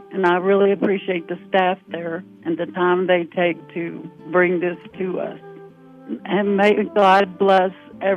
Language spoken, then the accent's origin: English; Macomb, Illinois, United States; I'm from Macomb, Illinois